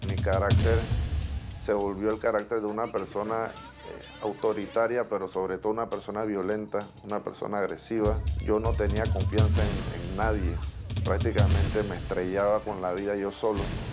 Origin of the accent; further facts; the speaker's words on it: Panama; Mi infancia fue aquí en la República de Panamá, donde una mujer muy luchadora trató de sacarme adelante